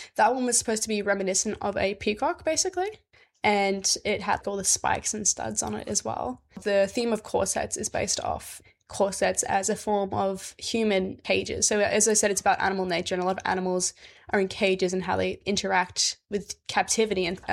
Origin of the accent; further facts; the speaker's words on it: England, United Kingdom; now in Brisbane, Australia; I'm from England.